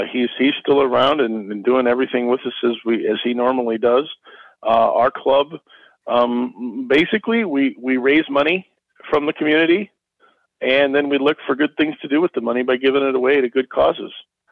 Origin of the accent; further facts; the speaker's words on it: Mascoutah, Illinois, United States; So Muskoden is my hometown. I moved all the way to Shiloh, 10 miles away, when I got married and graduated from college. In 2006, I came back to Muskoden for work